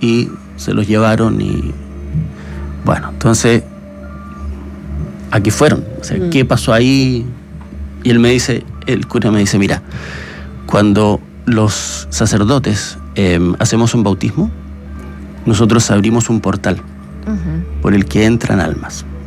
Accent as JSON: {"language": "Spanish", "region": "Magallanes", "country": "Chile", "said": "como yo soy de Magallanes"}